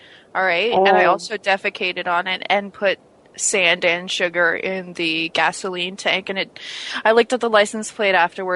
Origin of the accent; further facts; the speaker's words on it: Canada; Are you making fun of me because I'm Canadian?